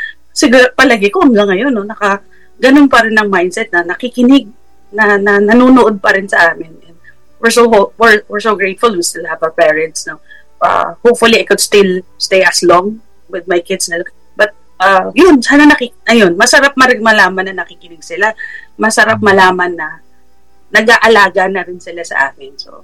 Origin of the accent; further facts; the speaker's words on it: Central Luzon, Philippines; Well, food, you know, is very, a very good way of connecting, lalo na po kami Kapampangan, no?